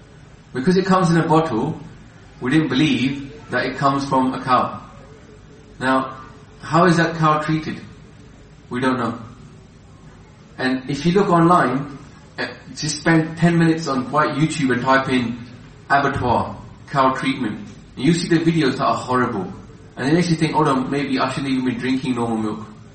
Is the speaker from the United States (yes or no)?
no; India; When I grew up in India, and over there you could see where the meat came from.